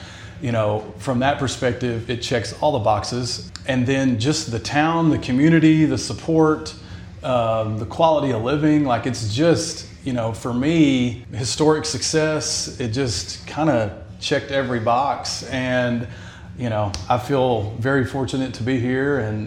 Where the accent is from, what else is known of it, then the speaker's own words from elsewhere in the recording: Elkhart, Texas, United States; now in Mineola, United States; I grew up in Elkhart, which is hour and a half south of here. Graduated from there in 97. Then I went to college at what is now East Texas A&M.